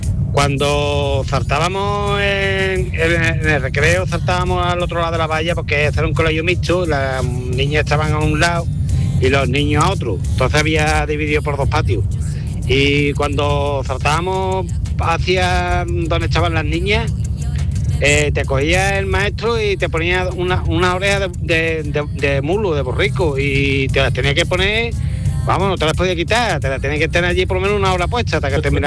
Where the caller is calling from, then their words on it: Utrera, Andalusia, Spain; soy … de Utrera.